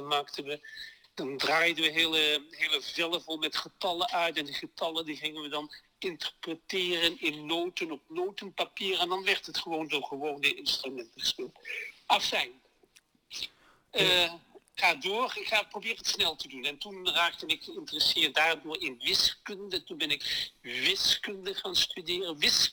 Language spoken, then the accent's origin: Dutch; Maastricht, Limburg, Netherlands; born there; En heel, heel lang geleden ben ik geboren in Maastricht.